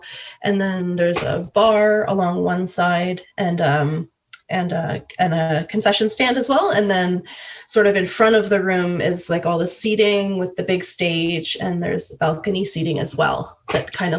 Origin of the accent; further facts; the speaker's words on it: London, Ontario, Canada; moved away as an adult; now in Dawson City, Canada; going far away from my hometown, London, Ontario.